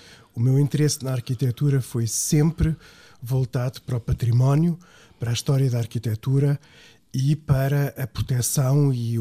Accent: Lisbon, Portugal; Sim, nasci e cresci em Lisboa, sim.

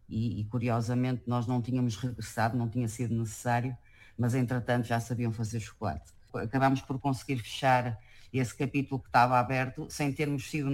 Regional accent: Portugal; Isto foi especialmente marcante para mim como portuguesa

